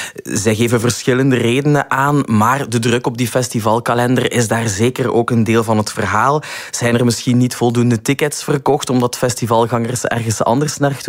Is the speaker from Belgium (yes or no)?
yes; Flanders, Belgium; ons als Vlamingen